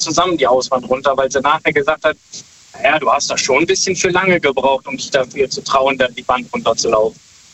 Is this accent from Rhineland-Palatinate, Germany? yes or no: no; Brüggen, North Rhine-Westphalia, Germany; Aus der Nähe von Viersen, aus Brücken.